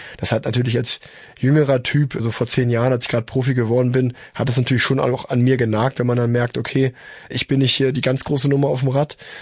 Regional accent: Unna, North Rhine-Westphalia, Germany; in den Radverein nach Unna, wo ich groß geworden bin

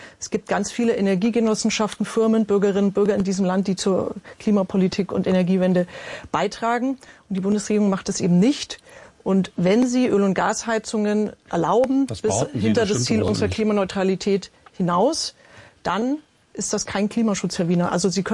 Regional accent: Bavaria, Germany; Wir sind in Bayern, ich komme aus Bayern

